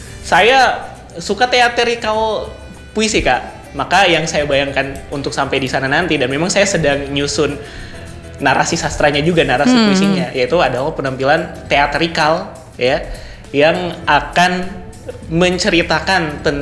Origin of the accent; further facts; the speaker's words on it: Palu, Central Sulawesi, Indonesia; mereka tahu saya orang Palu.